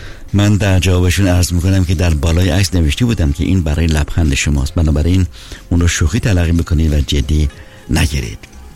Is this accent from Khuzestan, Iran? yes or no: yes; Masjed Soleyman, Khuzestan, Iran; born there; یار دوستانی من بودن در مسجد سلیمان. نوشن مرحوم جناب جاوید، عرشبت که رئیس ناحیه شهر زادگاه من در مسجد سلیمان بود